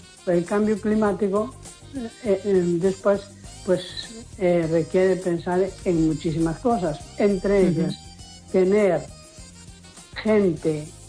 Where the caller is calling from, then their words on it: A Coruña, Galicia, Spain; de la Coruña.